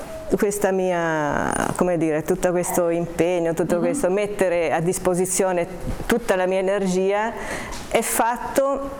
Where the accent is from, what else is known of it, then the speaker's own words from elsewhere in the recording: Genoa, Liguria, Italy; moved away as an adult; now in Haiti; io sono partita 25 anni fa da Genova, io sono una genovese che 25 anni fa ha, posso dire essere stata catapultata nello stesso posto dove Cristoforo Colombo tanti anni prima aveva messo piede. Io vivo ad Haiti